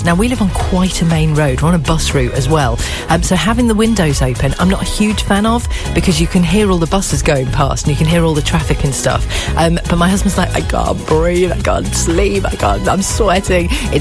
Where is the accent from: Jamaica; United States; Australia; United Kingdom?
United Kingdom; obviously being British